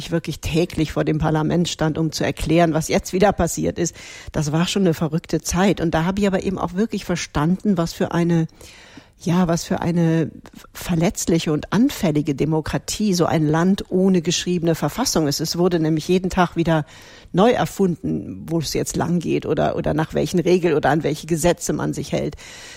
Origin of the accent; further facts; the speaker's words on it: Cologne, North Rhine-Westphalia, Germany; moved away as an adult; now in London, United Kingdom; ich bin in Köln geboren und auch mit ganzem Herzen eine Kölnerin.